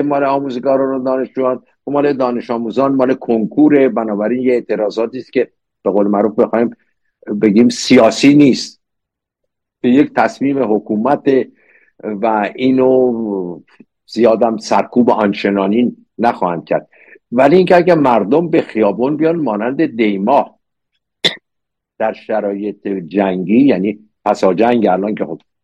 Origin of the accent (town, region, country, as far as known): Iran; moved away